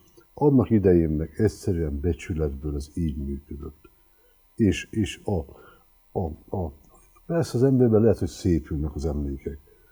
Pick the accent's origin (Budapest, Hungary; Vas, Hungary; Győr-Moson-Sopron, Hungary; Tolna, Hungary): Tolna, Hungary; Szekszárd; born there; valóban Szekszárdon születtem, tovább nem áll a ritmus. Ugye szent év volt, amikor megszülettem